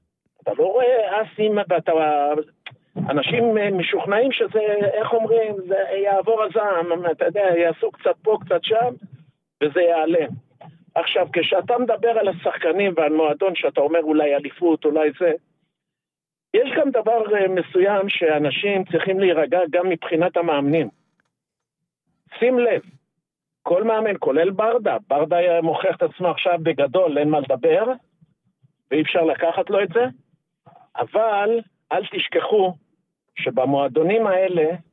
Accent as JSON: {"language": "Hebrew", "town": "Tel Aviv", "region": "Tel Aviv District", "country": "Israel", "tie": "born or raised there", "also_born_or_lived": "Austria", "said": "אני נולדתי באוסטריה על מגרש כדורגל כשאבא שלי שיחק במגרש, וכל החיים הייתי בבאסה, שזה בלומפילד, לפני זה היה באסה."}